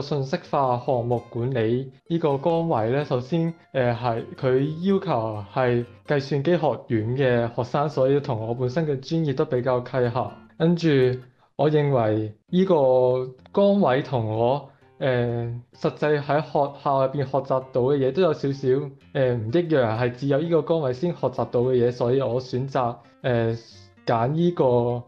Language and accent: Cantonese; Macau; moved away as an adult; now in Wuhan, China; 我來自澳門，而家喺武漢大學就讀嘅，係計算機學院軟件工程專業嘅學生，今年係大三